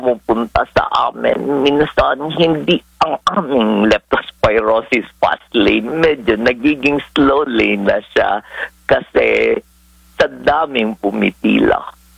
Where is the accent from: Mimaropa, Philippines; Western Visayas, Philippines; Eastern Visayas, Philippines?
Western Visayas, Philippines; accent: Ilonggo; tinatago ko ang aking Ilonggo accent. Kaso sometimes, pag nagtatanong kayo, dire-diretso lumalabas yung Ilonggo accent ko.